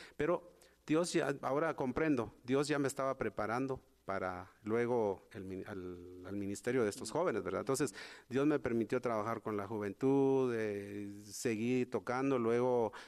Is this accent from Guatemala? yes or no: yes; Totonicapán, Guatemala; born there; now in Santa Rosa, Guatemala; yo soy originario de Totonicapán. Mis padres, ¿verdad? Sí. Pero ya Dios, en su misericordia, pues me permite vivir en Santa Rosa. Sí. Tengo más o menos unos 35 años de vivir ahí.